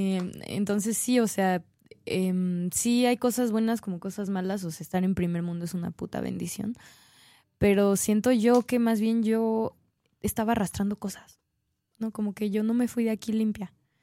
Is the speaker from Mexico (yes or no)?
yes; Mexico; uno, como mexicano, llega con todo su pedo tribalesco, güey, acá a tocar cumbias